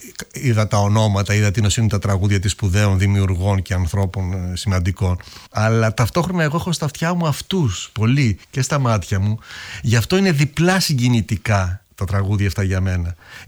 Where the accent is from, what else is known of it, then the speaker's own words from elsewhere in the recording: Peloponnese, Greece; Μετά όταν έμαθα ότι είμαι και εγώ από την Αρκαδία